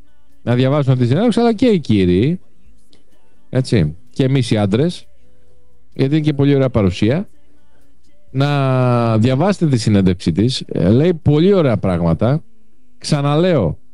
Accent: Patras, Western Greece, Greece; πρέπει να τα ξέρουμε και ως πατρινοί.

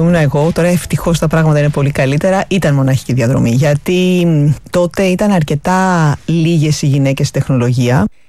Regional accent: Athens, Attica, Greece; born there; Γεννήθηκα στην Αθήνα.

